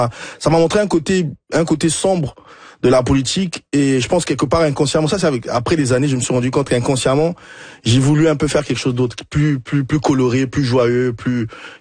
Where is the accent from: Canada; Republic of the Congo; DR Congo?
DR Congo; also born or lived in United States; chez nous au Congo. Je dis, dans chaque rue, il y a une église, il y a un bar, il y a une discothèque